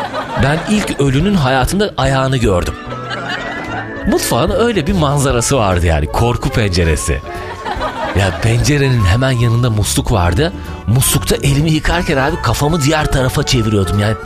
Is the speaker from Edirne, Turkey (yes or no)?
yes; İbriktepe, Edirne, Turkey; Köydeyiz. Trakya'nın en dip köşe köylerinden biri İbriktepe, bizim köyümüz. Kuş uçmaz, kervan geçmez bir köy. Yunanistan sınırında. Bizim evin bahçesinden baktığın zaman Yunanistan'ın ışıkları görünür. Evimiz de köyün en sonunda. Çıkışta bir yerde.